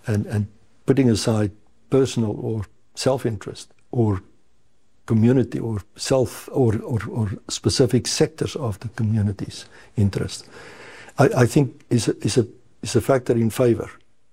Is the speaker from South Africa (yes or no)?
yes; South Africa; I mean, I'm an Afrikaner from South Africa myself.